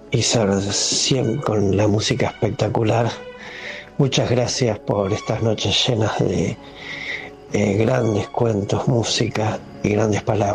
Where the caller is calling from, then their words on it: Del Viso, Buenos Aires Province, Argentina; de Del Viso.